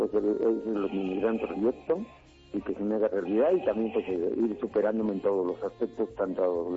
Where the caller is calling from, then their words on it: Puebla, Mexico; Gabriel Escamilla, que es mi paisano, yo soy de Puebla.